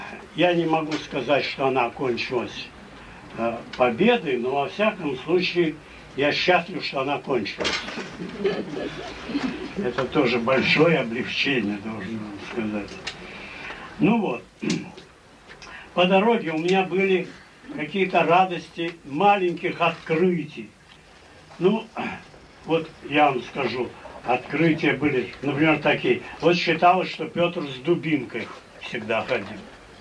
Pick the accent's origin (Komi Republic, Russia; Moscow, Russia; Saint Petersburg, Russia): Saint Petersburg, Russia; мы все, питерцы, живем среди Петра.